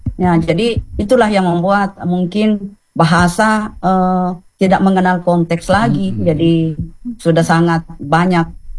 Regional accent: South Sulawesi, Indonesia; accent: Bugis; saya maaf pakai logat Bugis.

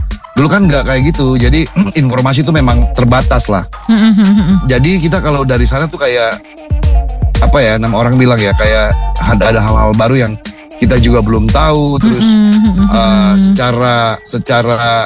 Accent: Pulau Dom, Southwest Papua, Indonesia; born there; Saya lahir tuh di Papua di satu pulau, namanya Pulau Dom.

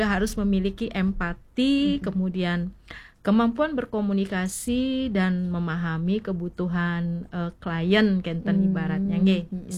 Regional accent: Denpasar, Bali, Indonesia; also born or lived in Blayu, Marga, Tabanan; lahir dan besar di Denpasar.

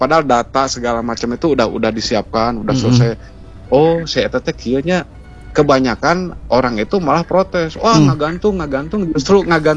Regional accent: Sumedang, West Java, Indonesia; Saya kan orang Sumedang Kang ya. Jadi rasa kangen saya itu dibuat dalam sebuah carpon.

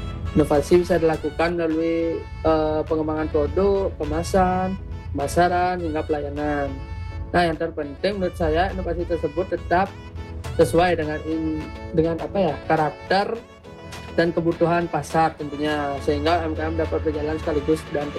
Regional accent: Denpasar, Bali, Indonesia; Halo, perkenalkan … saya dari Denpasar.

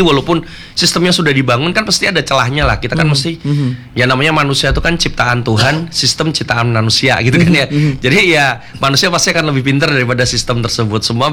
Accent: Yogyakarta, Special Region of Yogyakarta, Indonesia; Oh, saya asli Jogja.

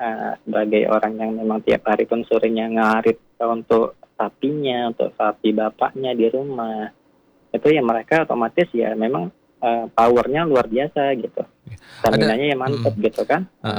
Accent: Medan, North Sumatra, Indonesia; born there; moved away as an adult; Sebelumnya saya memang kelahiran Sumatera Utara sebenarnya.

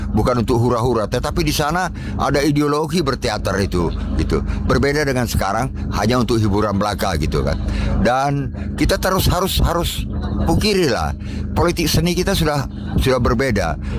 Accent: North Sumatra, Indonesia; Dan kita dari Sumatera Utara, terutama kami ya, termasuk teater Delik dan tim teater anak negeri

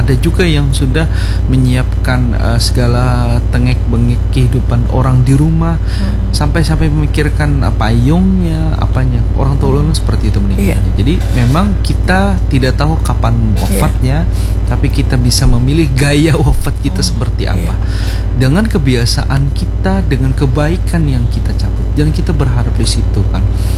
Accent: Banjar, South Kalimantan, Indonesia

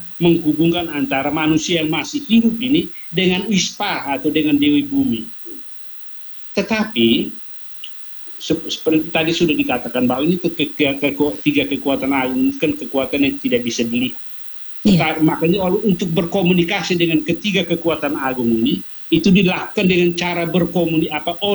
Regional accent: East Nusa Tenggara, Indonesia

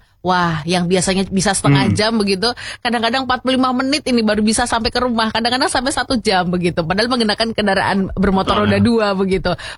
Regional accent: Bantul, Special Region of Yogyakarta, Indonesia; saya warga Bantul ini, warga Sewon

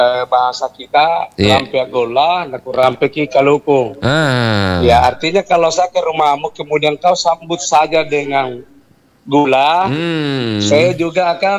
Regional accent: South Sulawesi, Indonesia; di kalangan kita ini, Bugis Makassar

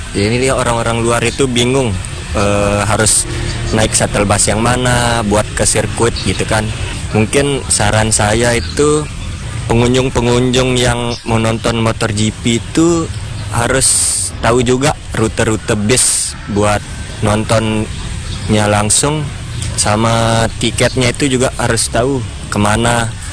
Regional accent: Mataram, West Nusa Tenggara, Indonesia; Perkenalkan … asli dari Mataram.

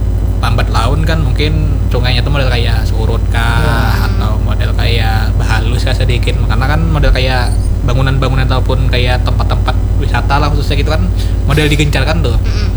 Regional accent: Banjar, South Kalimantan, Indonesia; kita orang Banjar itu sendiri

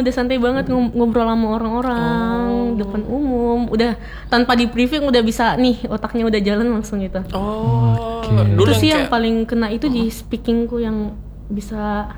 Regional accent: Makassar, South Sulawesi, Indonesia; kita tuh orang Makassar

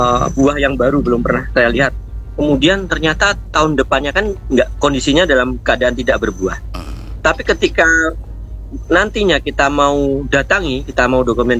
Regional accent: Java, Indonesia; moved away as an adult; now in Kalimantan, Indonesia; Saya ini sebenarnya kan pendatang nih, ya, ya, ya, dari betul. Jawa ya.

